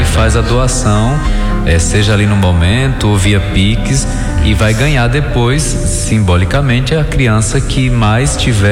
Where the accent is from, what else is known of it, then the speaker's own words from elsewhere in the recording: Sátiro Dias, Bahia, Brazil; Vocês sabem que eu sou de uma cidade aqui da Bahia que quase ninguém escuta falar, por nome Sátiro Dias.